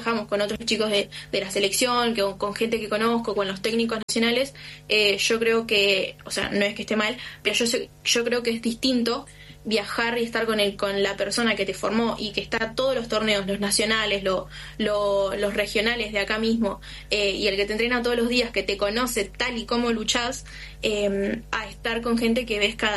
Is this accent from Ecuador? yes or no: no; Cipolletti, Río Negro, Argentina; Sí, primero que nada, yo soy de Cipolletti. Vivo en Cipolletti toda mi vida, viví en Cipolletti con mi familia.